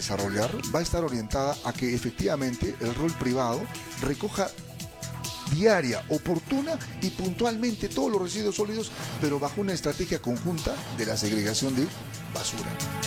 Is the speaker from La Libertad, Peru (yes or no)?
no; Cusco, Peru; yo como jusqueño